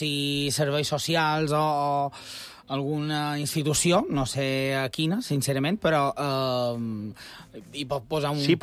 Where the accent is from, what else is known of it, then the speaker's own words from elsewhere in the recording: Consell, Balearic Islands, Spain; Jo aquí som de Consell, te diria que Binissalem i Consell n'han plegat i l'Aro va pel seu compte.